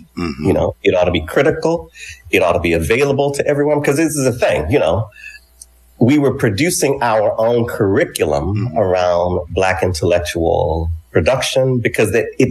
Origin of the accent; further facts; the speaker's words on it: Manchester, Georgia, United States; I grew up in Manchester, Georgia, which is a rural town in west central Georgia, about an hour, 15 minutes south of Atlanta.